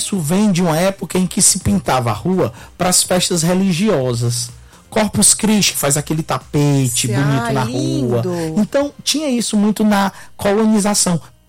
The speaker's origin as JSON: {"language": "Portuguese", "town": "Barbalha", "region": "Ceará", "country": "Brazil", "moved": "yes", "said": "Eu sou de Barbalha, sou do Cariri"}